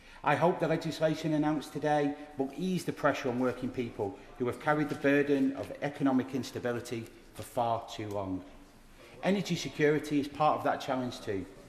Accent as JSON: {"language": "English", "town": "Blackpool", "region": "North West England", "country": "United Kingdom", "tie": "born or raised there", "said": "my hometown is 50 years old. My son was born in Blackpool, as I was."}